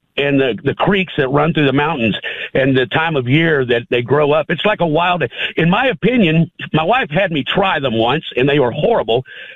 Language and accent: English; Texas, United States; now in Asheville, United States; No, I grew up in Texas.